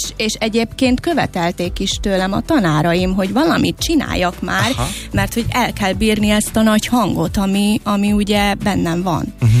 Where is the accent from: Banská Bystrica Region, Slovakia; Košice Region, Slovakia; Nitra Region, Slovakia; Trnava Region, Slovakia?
Nitra Region, Slovakia; Komárno; Igen, Felvidéken születtem, Komáromban, Rév Komáromban, és egy kis faluban nevelkedtem tulajdonképpen a szüleimmel, és négy testvéremmel, és ötödik gyerekként születtem.